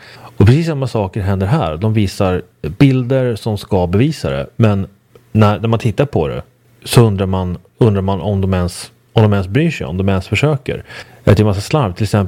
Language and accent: Swedish; Sweden; moved away as an adult; now in Budapest, Hungary; hemma i Sverige